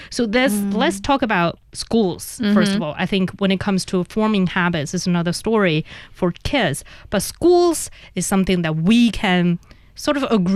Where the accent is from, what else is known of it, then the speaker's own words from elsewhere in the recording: Inner Mongolia, China; Yeah, I'm from Inner Mongolia.